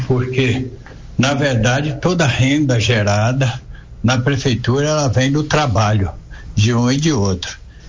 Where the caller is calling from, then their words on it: Coronel Fabriciano, Minas Gerais, Brazil; Eu sou aqui de Coronel Fabriciano